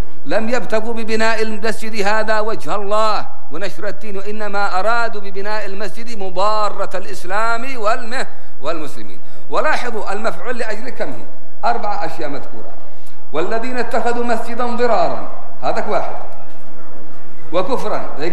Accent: Yemen; عندنا في اليمن

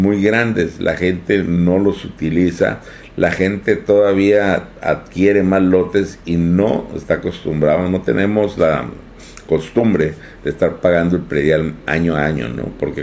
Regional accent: Baja California, Mexico; Yo soy de 43, soy de Carranza, pero o sea, aquí en Carranza

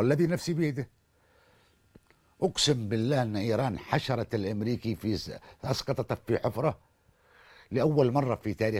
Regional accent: Yemen; كوننا حيثية يمنية بامتياز

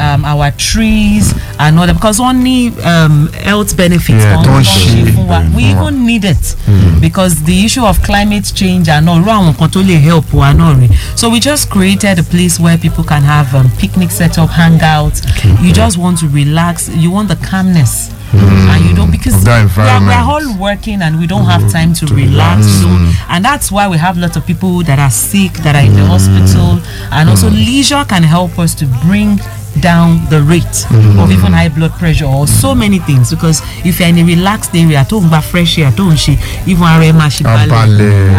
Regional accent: Nigeria; I would say no, I am Nigerian

